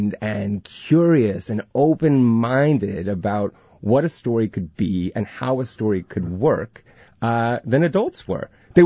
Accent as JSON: {"language": "English", "region": "California", "country": "United States", "tie": "born or raised there", "said": "I grew up in the Bay Area, and I would come home from school."}